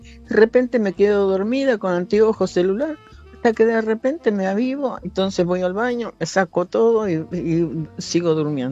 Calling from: Quilmes, Buenos Aires Province, Argentina; de Quilmes.

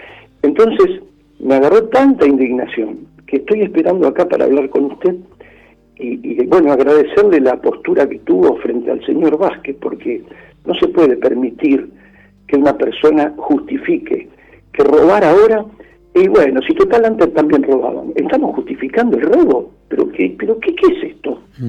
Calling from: Buenos Aires, Argentina; Yo soy del barrio de Almagro

